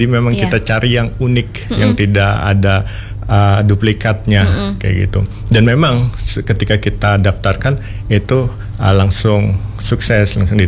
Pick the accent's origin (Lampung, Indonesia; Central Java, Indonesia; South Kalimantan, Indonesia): South Kalimantan, Indonesia; Jadi karena saya aslinya orang Banjar.